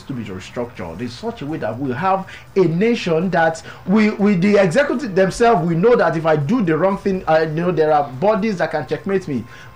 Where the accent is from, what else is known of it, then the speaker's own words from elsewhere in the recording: Nigeria; as a Nigerian